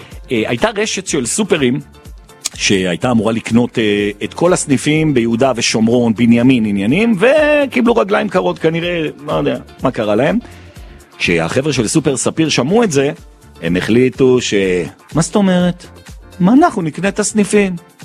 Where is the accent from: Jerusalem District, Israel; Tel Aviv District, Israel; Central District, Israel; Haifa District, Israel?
Jerusalem District, Israel; Jerusalem; also born or lived in Efrat; אני ירושלמי במהות, הכל טוב ויפה, אבל אני את הנעורים שלי העברתי באפרת, נווה דניאל